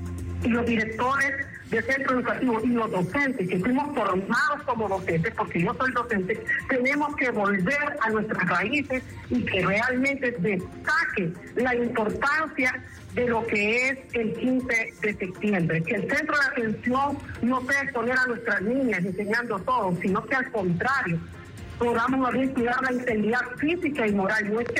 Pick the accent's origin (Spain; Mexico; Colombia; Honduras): Honduras; nos identifica como hondureños